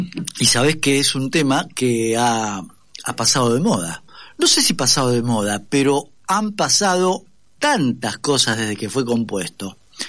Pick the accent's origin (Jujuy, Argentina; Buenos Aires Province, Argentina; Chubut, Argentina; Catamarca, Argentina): Buenos Aires Province, Argentina; Haedo; Yo soy de Aedo.